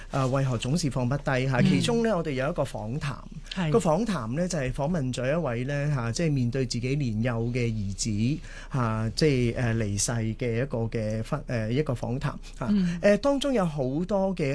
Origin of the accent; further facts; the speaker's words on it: China; 又或者有时候呢我们中国人呢很兴呢就这么讲，就是节哀顺变